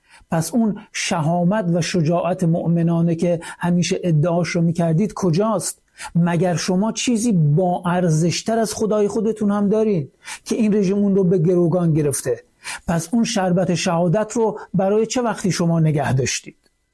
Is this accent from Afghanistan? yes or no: no; Iran; من نه به عنوان یک ایرانی ضد مذهب بلکه به عنوان یک ایرانی سکولار خطاب به شما ایرانیان دیندار و نمازخوان میگویم